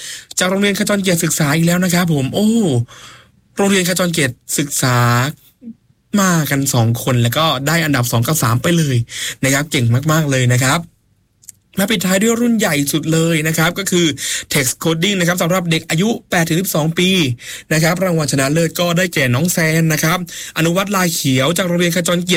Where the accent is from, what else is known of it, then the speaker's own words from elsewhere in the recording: Phuket, Thailand; ผมก็เป็นจังหวัดภูเก็ตของเรานี่แหละครับ